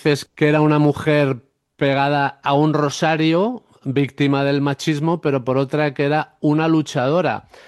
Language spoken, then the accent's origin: Spanish; Guadalajara, Castilla-La Mancha, Spain; nosotros no somos castellanos leoneses ni manchegos, somos simplemente castellanos de Castilla Profunda, de la Alcarria, de Guadalajara